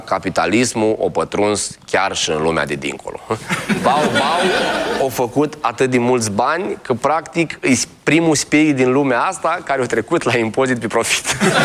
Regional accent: Moldavia, Romania; Scuze, sunt moldovean, am problemele astea.

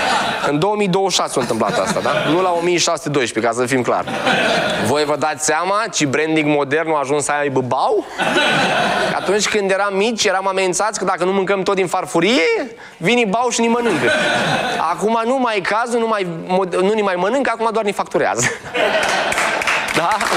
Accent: Moldavia, Romania; Scuze, sunt moldovean, am problemele astea.

